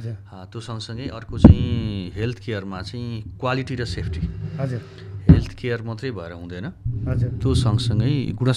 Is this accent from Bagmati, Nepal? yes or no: no; Phalangdar, Gandaki Province, Nepal; किनभने हाम्रो बाल्यकाल चाहिँ गाउँमा बित्यो। म चाहिँ गोर्खाको फलङडार भन्ने ठाउँमा, अहिले पहिला गाविस थियो, अहिले नगरपालिका।